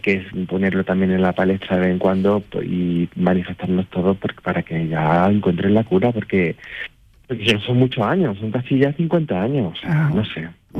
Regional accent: Úbeda, Andalusia, Spain; A Úbeda, mi tierra, mi preciosa ciudad, le pega un tajo

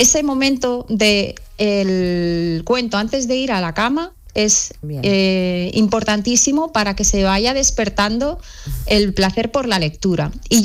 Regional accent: Spain; Yo soy del Pirineo y el bosque me acompaña en muchísimos libros

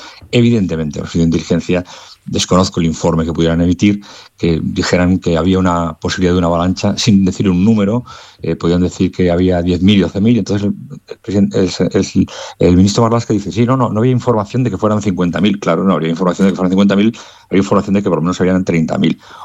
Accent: Canary Islands, Spain; familias de Canarias, yo soy de Canarias, por tanto sé lo que es la inmigración ilegal en el Hierro y en otras partes

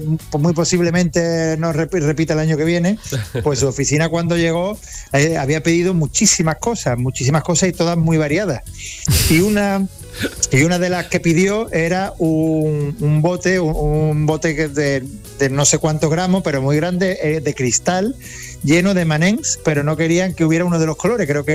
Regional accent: Seville, Andalusia, Spain; porque tenemos muchas ganas de, como sevillana, también tenerla en la Plaza de España.

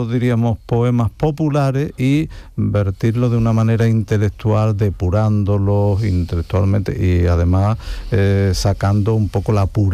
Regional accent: Osuna, Andalusia, Spain; Recuerdo coplas dedicadas a mi pueblo Osuna, de todos los pueblos de Andalucía

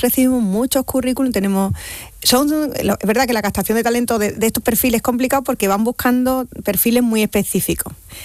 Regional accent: Andalusia, Spain; nosotros somos andaluces.

